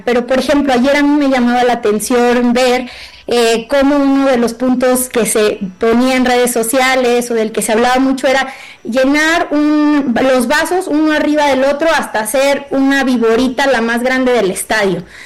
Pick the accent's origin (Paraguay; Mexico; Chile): Mexico; a nosotros mismos como mexicanos